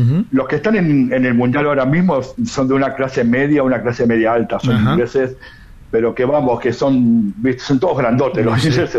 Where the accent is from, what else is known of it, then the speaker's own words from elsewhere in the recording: Argentina; now in London, United Kingdom; Sí, somos muchos argentinos.